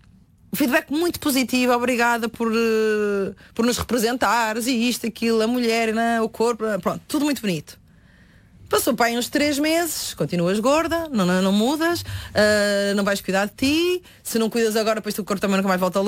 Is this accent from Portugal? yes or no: yes; Norte, Portugal; accent: northern Portuguese; moved away; De quando eu estava no Norte